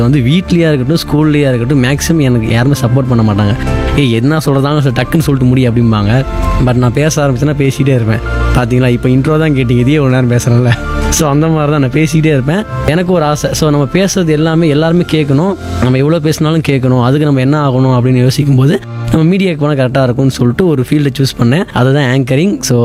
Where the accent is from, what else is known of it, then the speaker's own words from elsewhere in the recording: Salem, Tamil Nadu, India; நான் வந்து சேலம் மாவட்டத்தை சேர்ந்தவன். பிறந்ததுலேருந்து எங்கே தான் சேலம் அம்மாப்பேட்டையில் தான் இருக்கிறேன்.